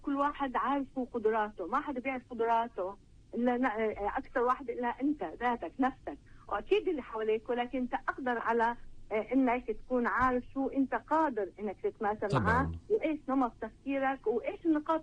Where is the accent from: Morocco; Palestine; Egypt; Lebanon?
Palestine; خاصة إحنا كفلسطينيين